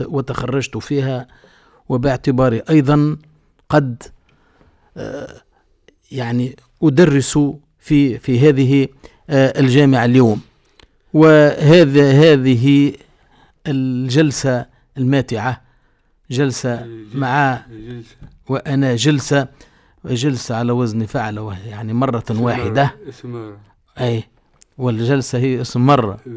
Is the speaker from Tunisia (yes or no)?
yes; Tunisia; أنا تونسي قلبا وقالبا